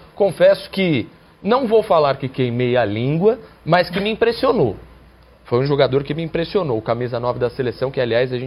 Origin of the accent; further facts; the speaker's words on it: Brazil; Para nós, que somos brasileiros